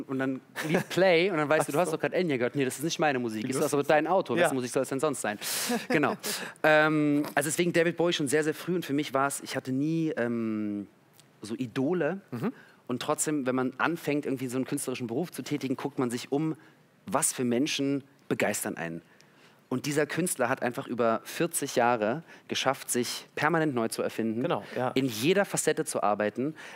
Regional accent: Berlin, Germany; und ich bin in Berlin aufgewachsen

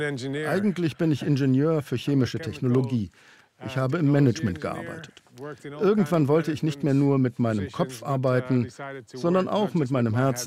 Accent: Bourgogne-Franche-Comté, France; now in Friesland; Ich bin aus Burgund

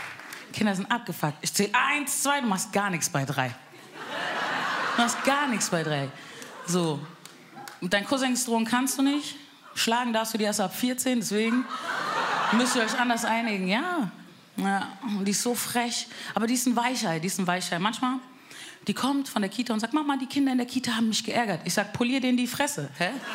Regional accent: Bavaria, Germany; Ich bin aus Frankfurt. Spaß, ich bin eigentlich aus Bayern. Wirklich. Wirklich, bordisch Mädel.

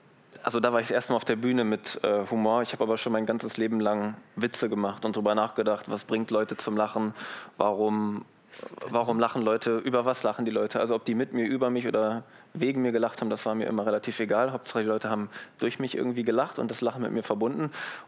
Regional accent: Rhineland-Palatinate, Germany; born there; also born or lived in Hermeskeil; Ich bin zwar auf dem Dorf aufgewachsen

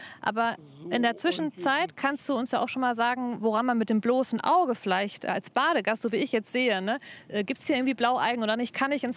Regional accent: Cologne, North Rhine-Westphalia, Germany; Ich als Kölnerin

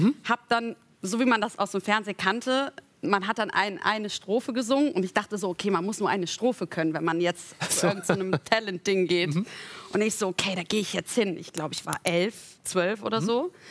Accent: Stolberg, North Rhine-Westphalia, Germany; Ich bin Mädchen aus dem Dorf, ich komme aus der Nähe von Aachen.

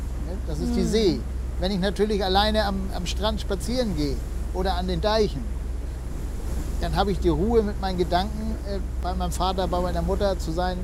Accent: Hooge, Schleswig-Holstein, Germany; Ich bin am Wallihoge aufgewachsen, da drüben ja. Die einzelnen Warften können wir da sehen.

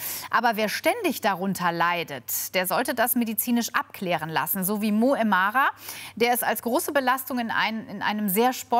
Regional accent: North Rhine-Westphalia, Germany; An vielen Universitäten bei uns in Nordrhein-Westfalen gibt es das Seniorenstudium.

